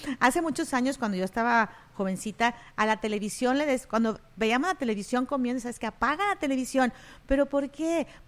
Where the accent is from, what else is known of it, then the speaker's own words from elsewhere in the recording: Mexico; yo soy mexicana